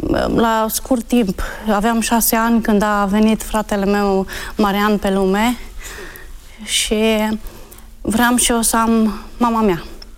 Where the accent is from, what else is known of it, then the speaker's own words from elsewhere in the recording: Arad, Arad County, Romania; born there; cum am mai spus. M-am născut în Arad, într-o familie de ortodoxi.